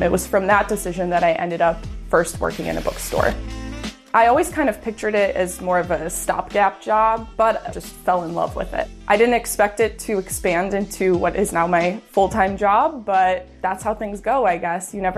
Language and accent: English; Illinois, United States; I grew up in the Chicago suburbs and I studied civil engineering at Iowa State University.